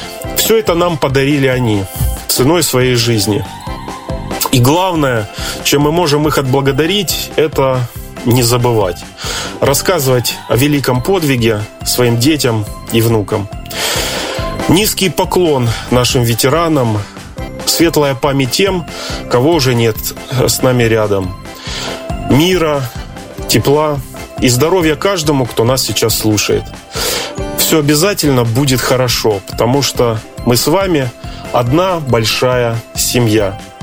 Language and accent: Russian; Krasnodar Krai, Russia; now in Saint Petersburg, Russia; даже находясь за 2000 километров от моей малой родины, я имею возможность выйти в эфир любимой радиостанции «Казак ФМ». Сейчас я в Санкт-Петербурге